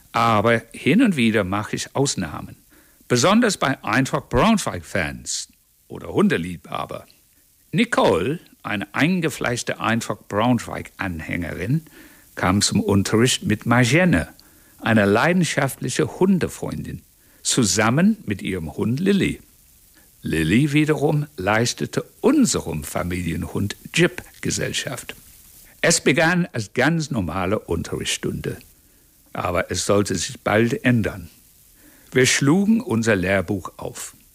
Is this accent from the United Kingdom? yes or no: yes; Bridgwater, South West England, United Kingdom; German is a second language; moved away as an adult; now in Germany; Es fängt an mit meiner Kindheit, wo ich geboren bin, in Bridgewater, kennt kein Mensch, ist in der Nähe vom Rosamunder Pilcher Country.